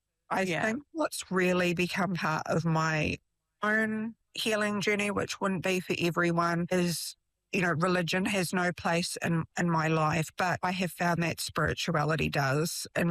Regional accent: New Zealand; We're a Kiwi family, mostly.

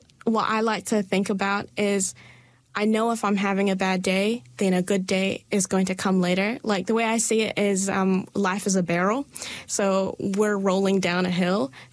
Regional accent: Dunedin, Otago, New Zealand; born there; first language Malay; English is a second language; also born or lived in Malaysia; I have lived 10 years in New Zealand, 10 years in Malaysia. My English is better than my Malay

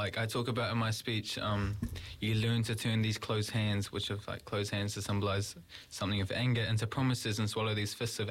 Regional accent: Hastings, Hawke's Bay, New Zealand; experiencing this in Hastings and Hawke's Bay

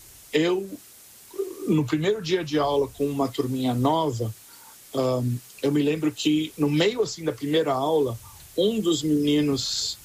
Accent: Brazil; Ou seja, eu como brasileiro estava treinando professores kiwis.

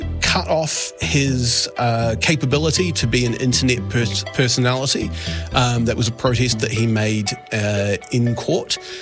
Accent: New Zealand; I am a New Zealander of a particular age, and a component of that is an element of cultural cringe.

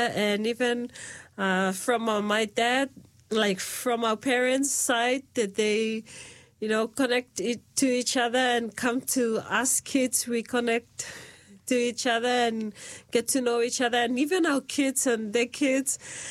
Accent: Bango, Shefa, Vanuatu; So I'm from Shewa province. As Janissa has said, Vanuatu has a big, Vanuatu is small yet big in a way that it has consists of 83 small islands. Shewa province, inside Shewa province, I came from a village called Bango.

